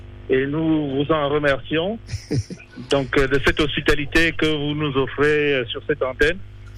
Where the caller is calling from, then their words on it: Grenoble, Auvergne-Rhône-Alpes, France; De Grenoble. Nous, on vient de Grenoble. Voilà, il y a deux familles qui arrivent de Grenoble.